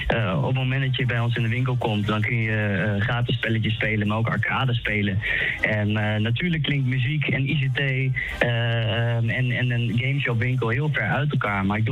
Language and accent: Dutch; Drenthe, Netherlands; Ik denk dat ik ben een echte Drent, maar je kunt mij niet echt omschrijven als heel nuchter.